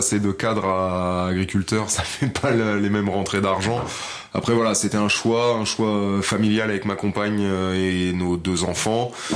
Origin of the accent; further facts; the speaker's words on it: Sangeville, Centre-Val de Loire, France; also born or lived in Chartres; Depuis que je suis tout petit, je suis né à Chartres et j'ai toujours vécu sur Sangeville. Toute ma jeunesse et mon adolescence.